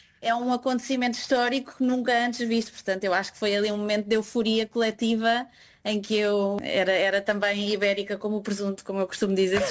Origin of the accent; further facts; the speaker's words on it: Portugal; E é uma honra como portuguesa ter perdido contra o campeão do mundo.